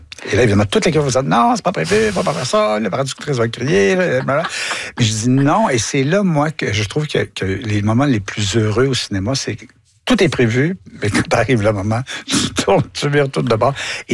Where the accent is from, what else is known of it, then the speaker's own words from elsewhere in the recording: Quebec, Canada; montrer, en tant que Québécois, ce que les mots veulent dire à des anglophones